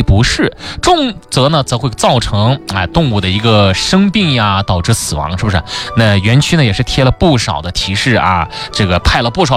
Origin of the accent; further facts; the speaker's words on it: Tianjin, China; 咱们天津人呢